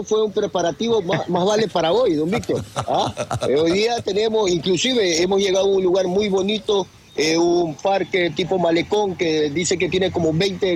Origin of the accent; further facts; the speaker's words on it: Ecuador; aquí es como todos los ecuatorianos.